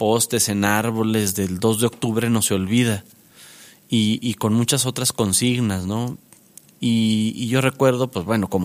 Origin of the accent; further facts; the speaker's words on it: Mexico; nos haya ocurrido como mexicanos, es lo hicimos los mexicanos.